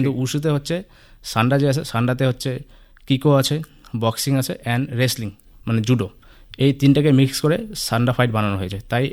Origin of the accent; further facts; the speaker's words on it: Maynaguri, West Bengal, India; also born or lived in Punjab; আমার বাড়ি জলপাইগুড়ি, ময়নের ব্লকে।